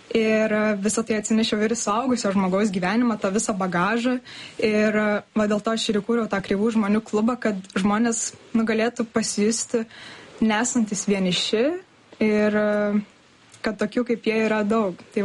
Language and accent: Lithuanian; Kaunas, Kaunas County, Lithuania; Tai aš iš Kauno tiesiog norėjau bė